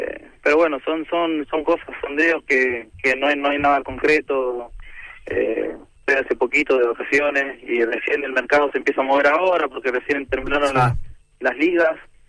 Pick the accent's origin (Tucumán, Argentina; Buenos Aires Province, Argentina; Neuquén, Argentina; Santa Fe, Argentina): Tucumán, Argentina; Yerba Buena; Yerba Buena es un lugar muy apasionado del golf y del fútbol.